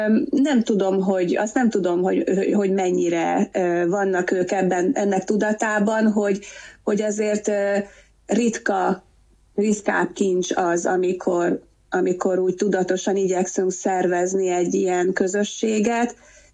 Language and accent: Hungarian; Tiszakécska, Bács-Kiskun, Hungary; én is egy Tiszakécska szülővárosom